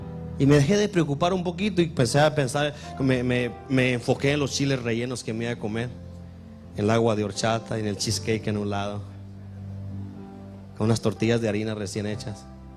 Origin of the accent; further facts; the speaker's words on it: Durango, Mexico; soy de Durango. Y a los de Durango, cuando se nos sube la alacrán a la cabeza, cuidado.